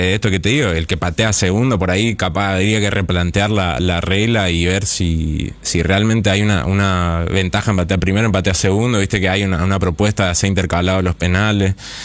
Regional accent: Argentina; como Argentina sufrimos un poco esta campaña de desprestigio

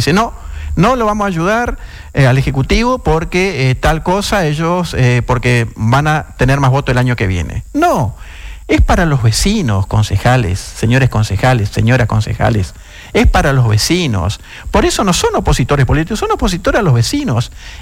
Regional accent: Resistencia, Chaco, Argentina; somos vecinos de Resistencia

